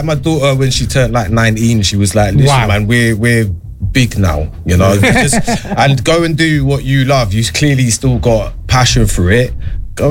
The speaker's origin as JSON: {"language": "English", "region": "London", "country": "United Kingdom", "moved": "yes", "lives_now": "Glastonbury, United Kingdom", "said": "I'm from Ladbroke Grove in London."}